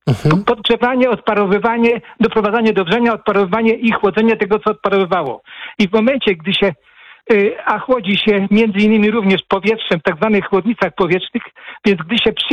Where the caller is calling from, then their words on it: Płock, Masovian Voivodeship, Poland; Ja jestem z Płocka